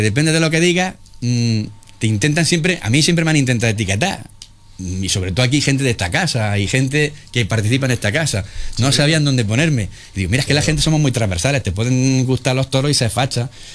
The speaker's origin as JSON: {"language": "Spanish", "town": "Úbeda", "region": "Andalusia", "country": "Spain", "tie": "born or raised there", "said": "yo de pequeño te puedo decir que desde que era pequeño he visto eso en la sociedad ubetense más, he visto esa transversalidad."}